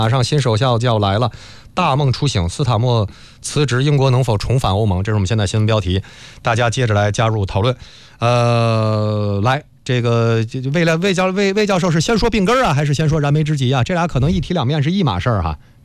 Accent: China; 我们中国人已经坐惯了高铁嘛

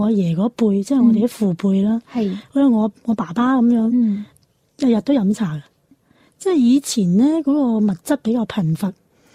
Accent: Guangdong, China

